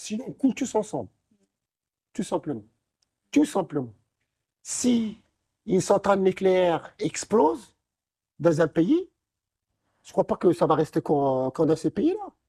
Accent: Morocco; moved away; also born or lived in France; je suis marocain, ils sont contents. Et ben, je suis content. Après, ça se passe très bien. Et après, en même temps, j'ai vécu longtemps en France.

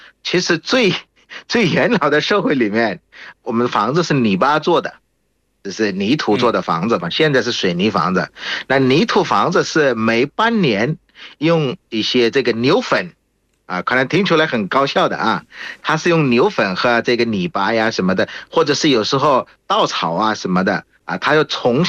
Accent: Bangladesh; Chinese is a second language; 我是来自于孟加拉国的

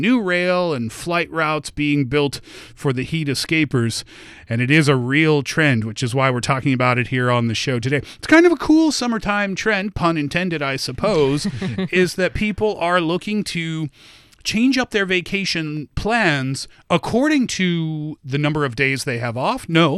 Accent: Canada; I made that previous comment as a Canadian.

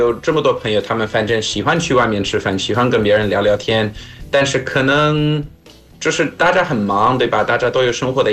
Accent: South Africa; Chinese is a second language; now in Nantong, China; 他们都知道我父亲来自葡萄牙，母亲来自法国，我是在南非长大

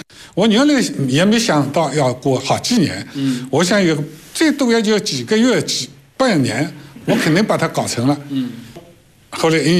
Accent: Cixi, Zhejiang, China

